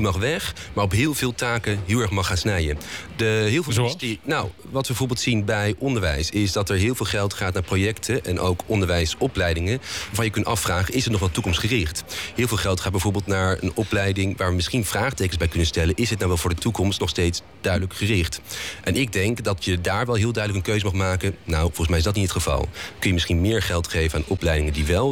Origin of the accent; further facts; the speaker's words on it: Heino, Overijssel, Netherlands; Ik kom uit Heino, heel mooi, klein dorp bij Zwolle.